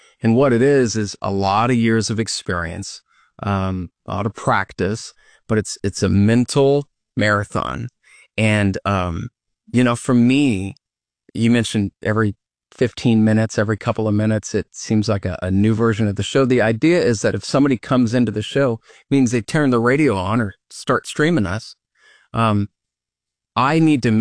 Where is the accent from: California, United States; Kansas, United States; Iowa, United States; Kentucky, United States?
Iowa, United States; DeWitt; moved away; So I grew up in this tiny town of 5,000 people